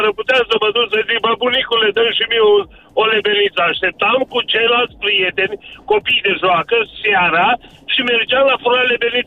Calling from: Baia Mare, Maramureș County, Romania; de la Baia Mare.

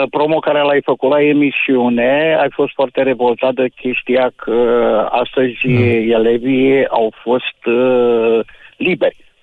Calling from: Ialomița County, Romania; Ialomițean, că sunt aici din Ialomița.

